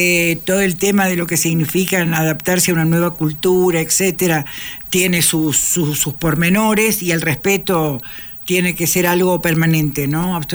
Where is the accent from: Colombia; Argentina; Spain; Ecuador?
Ecuador; todavía aún después de tantos años y siendo ecuatoriana, teniendo las dos nacionalidades, pegan y cuestan, ¿no?